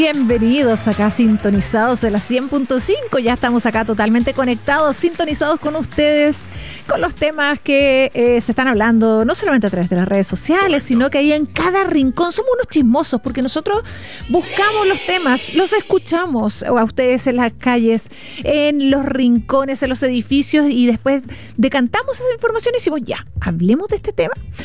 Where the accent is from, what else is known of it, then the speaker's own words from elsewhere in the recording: Chile; nos identifica como chilenos